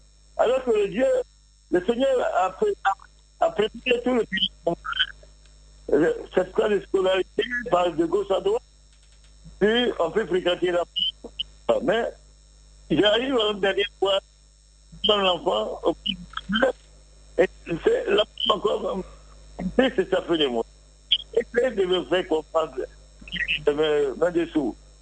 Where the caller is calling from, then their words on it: Bouaké, Vallée du Bandama, Côte d’Ivoire; je suis en Côte d'Ivoire aussi, je suis depuis Boaké, je vous appelle.